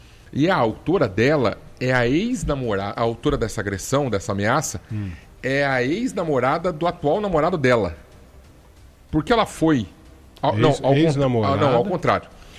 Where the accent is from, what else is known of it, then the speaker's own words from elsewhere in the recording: Brazil; Eu cresci lá na Vila Independência